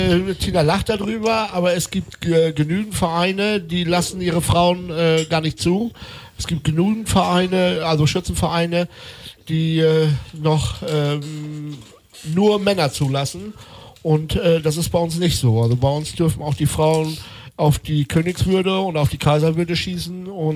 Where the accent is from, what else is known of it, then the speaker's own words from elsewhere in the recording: Lower Saxony, Germany; Ja, wir sind aus Friesen.